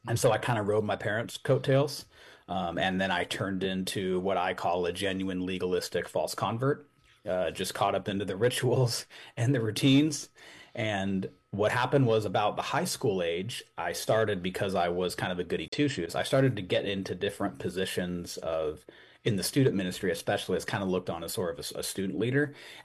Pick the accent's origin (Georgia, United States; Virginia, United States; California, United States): California, United States; Santa Rosa; I grew up in Santa Rosa. Both my grandparents came over from Spain and landed in, like, Sacramento area, and then came this way for work and for weather.